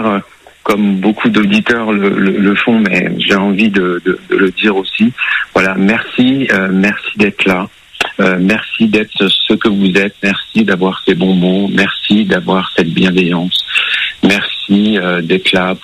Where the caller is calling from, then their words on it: Grand Est, France; j'habite en Alsace, dans la superbe région d'Alsace.